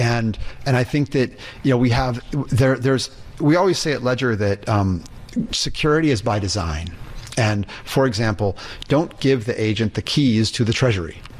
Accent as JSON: {"language": "English", "region": "Indiana", "country": "United States", "said": "look, I'm a skateboarder from Indiana."}